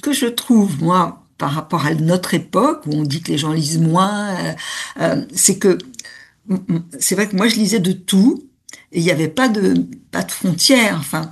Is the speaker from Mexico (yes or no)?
no; Paris, Île-de-France, France; une fille de la rive gauche, mais aussi enfin, de la campagne, parce qu'il y a, dans mon enfance, j'étais beaucoup à Grosroux, qui est pas loin de Montfort-l'Amaury